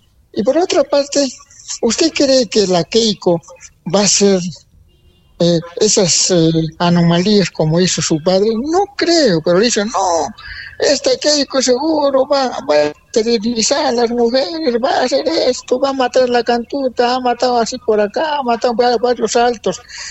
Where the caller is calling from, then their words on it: Peru; Soy de Socavalla